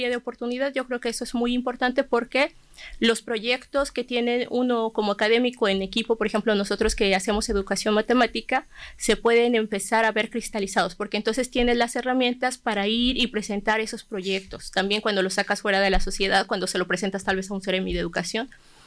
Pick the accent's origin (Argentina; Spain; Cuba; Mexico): Mexico; moved away as an adult; now in Chile; mexicana, 8 años radicando aquí en Chile.